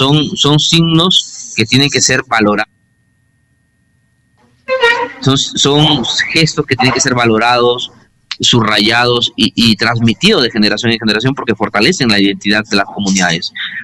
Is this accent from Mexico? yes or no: no; Peru; somos así los peruanos